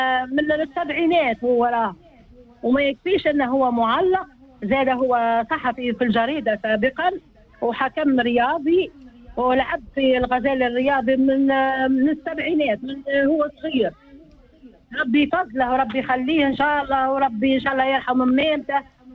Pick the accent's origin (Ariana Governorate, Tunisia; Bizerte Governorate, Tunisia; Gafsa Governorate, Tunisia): Gafsa Governorate, Tunisia; واحنا احنا رانا اولاد الجنوب الغربي اولاد قفصه الكل اش من جبهه توصل ولايه قفصه واحنا رانا ننتمو الى قفصه انا راني من العرايب